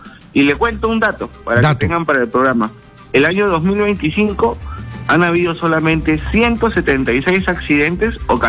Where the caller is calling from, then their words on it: Lima, Peru; De Surco.